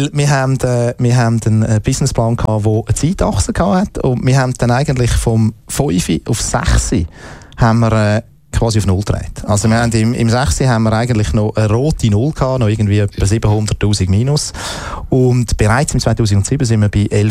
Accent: Zurich, Switzerland; Ich bin Zürcher

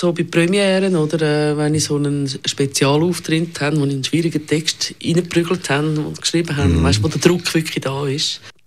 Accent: Zurich, Switzerland; ich bin im Niederdorf aufgewachsen. Mein Vater hat 40 Jahre lang an der Luisenstrasse im Kreis 5 Büro gehabt. Ich kenne den Kreis 5 schon wirklich seit Kind. Und ich wohne selber seit 35 Jahren im Kreis 5.

